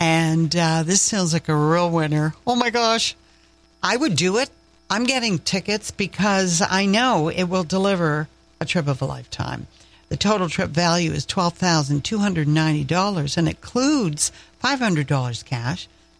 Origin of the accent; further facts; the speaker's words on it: the Maritimes, Canada; born there; moved away; I'm from the East Coast